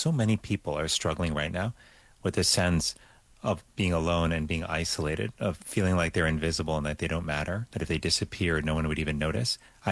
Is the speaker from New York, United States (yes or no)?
no; Miami, Florida, United States; It's good to be with you and with my hometown radio station.